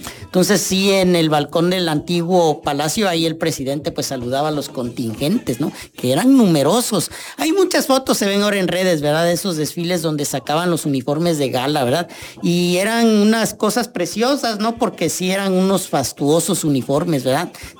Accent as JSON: {"language": "Spanish", "town": "Tapachula", "region": "Chiapas", "country": "Mexico", "said": "en lo local como tapachultecos, que vamos construyéndonos todos los días"}